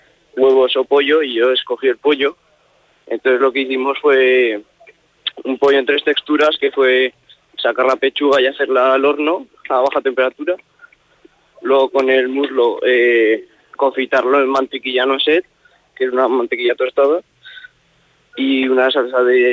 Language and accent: Spanish; Tarazona, Aragon, Spain; abrir mi restaurante en Tarazona, que es de donde soy.